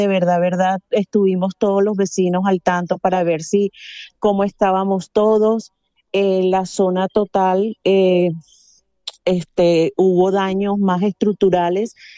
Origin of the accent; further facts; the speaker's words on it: Barranquilla, Atlántico, Colombia; now in Venezuela; yo soy de Barranquilla, Colombia, yo estoy aquí desde el 2000, llegué aquí a venir a conocer el país, muy bonito, de verdad, espectacular, chévere. Bueno, ya no tengo mucho el acento, ya que no tengo no tengo gente rodeada de colombiana de aquí